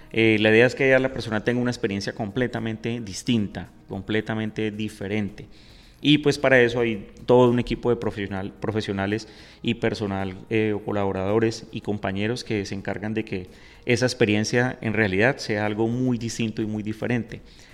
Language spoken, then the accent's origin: Spanish; Rivera, Huila, Colombia; Yo soy de acá de Rivera, vivo aquí en Rivera